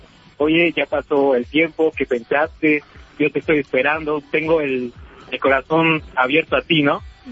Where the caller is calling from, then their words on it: Metepec, State of Mexico, Mexico; Yo soy de Metepec, Estado de México.